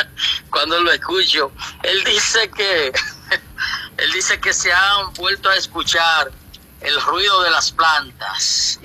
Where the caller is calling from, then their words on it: Dominican Republic